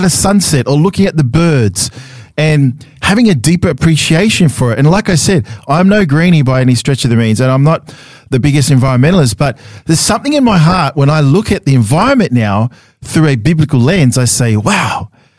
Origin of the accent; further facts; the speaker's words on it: Sydney, New South Wales, Australia; because I grew up in Sydney, went to primary school Sydney